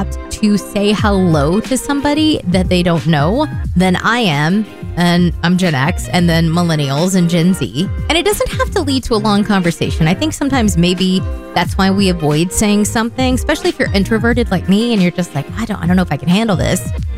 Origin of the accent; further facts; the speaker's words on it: Texas, United States; I grew up in Texas